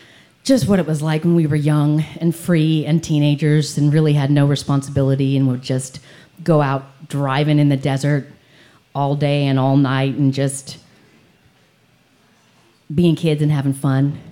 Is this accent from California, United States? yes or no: no; Las Vegas, Nevada, United States; born there; moved away; I grew up in Las Vegas from high school on